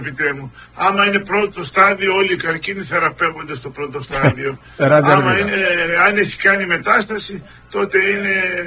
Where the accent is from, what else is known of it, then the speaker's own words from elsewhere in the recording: Izmir, İzmir, Turkey; Εγώ είμαι από τη Σμύρνη. Η καταγωγή μου είναι από τη Σμύρνη.